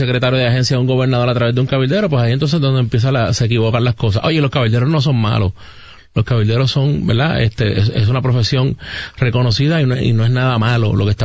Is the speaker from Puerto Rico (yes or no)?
yes; Puerto Rico